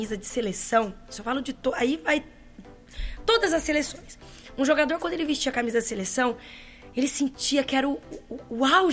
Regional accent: Brazil; Por isso que eu tenho certeza que nós somos brasileiras mesmo, Joyce.

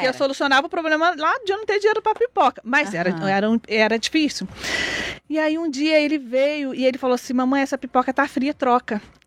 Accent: Minas Gerais, Brazil; como boa mineira, né?

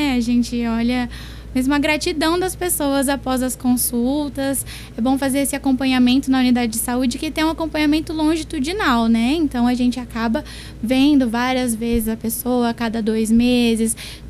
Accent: Monte Alto, São Paulo, Brazil; Eu sou de Monte Alto.

